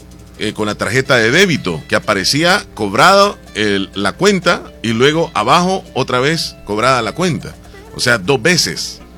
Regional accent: El Salvador; Yo soy de acá, yo vivo acá, sobrevivo en El Salvador

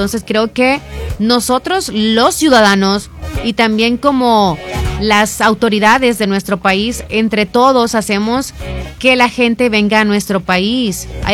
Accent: El Salvador

